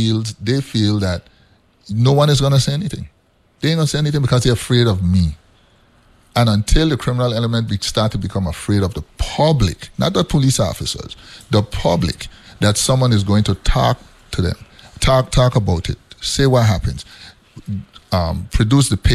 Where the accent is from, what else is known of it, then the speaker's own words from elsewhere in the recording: U.S. Virgin Islands; we had community watches in the community in which I grew up in St. Thomas.